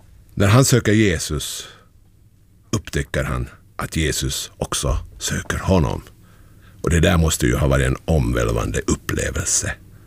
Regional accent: Raseborg, Uusimaa, Finland; och min kollega Edvard Holmberg. Vi kommer båda från Raseborg och är faktiskt båda pastorer i samma församling.

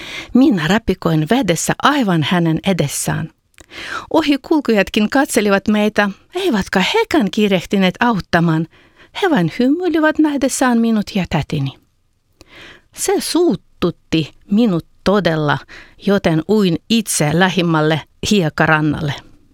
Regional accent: Bohuslav, Kyiv Oblast, Ukraine; moved away; Olen syntynyt Ukrainassa ja viettänyt lapsuuteni Kiovan alueella Boguslavin kaupungissa, jonka nimi tarkoittaa Jumalalle kunnia.

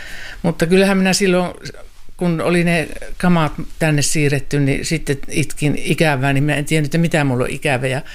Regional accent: Sotkamo, Kainuu, Finland; born or raised there; also born or lived in Kajaani

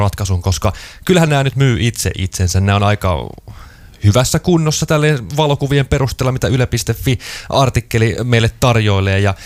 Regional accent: Hollola, Päijät-Häme, Finland; kyllä mä muistan tuolla Hollolassa lapsuuden viettäneenä, että meidän kotikulmilla saattoi olemaan aika monta tämmöistä autiotaloa

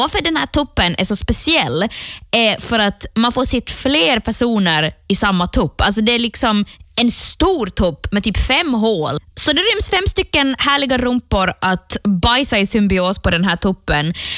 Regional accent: Ostrobothnia, Finland; now in Stockholm, Sweden; nu är jag hemma i Österbotten över sommaren

